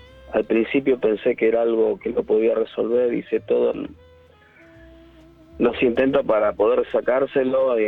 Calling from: Guernica, Buenos Aires Province, Argentina; Tengo 56 años. Hace unos 25 años, yo soy de Guernica.

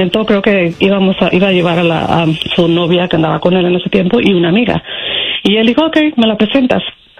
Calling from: Mexico; soy mexicana.

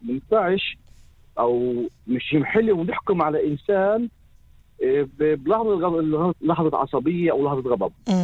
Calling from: Tamra, Northern District, Israel

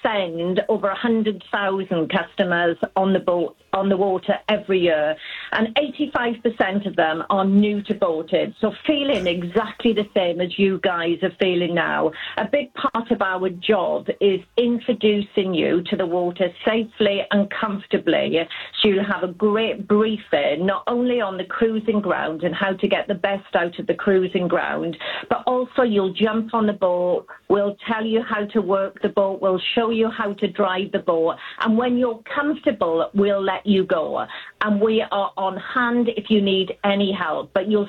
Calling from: United Kingdom; I'm calling you from the sunny UK.

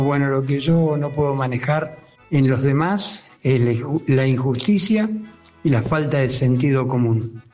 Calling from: Buenos Aires, Argentina; de Villa Santa Rita

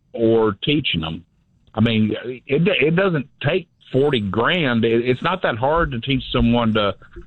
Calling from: North Carolina, United States

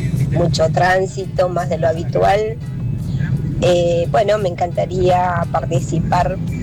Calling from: Ramos Mejía, Buenos Aires Province, Argentina; Yo la habla de Ramos Mejía, acompañándolos

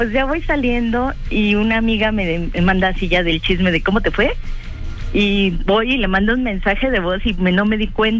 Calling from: Mexico City, Mexico; De la delegación Cuauhtémoc.

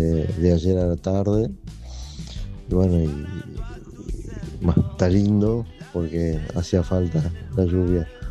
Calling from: Sacanta, Córdoba, Argentina; Hola, Norita, soy de Sacanta … Acá mucho frío, está a 5 grados la temperatura

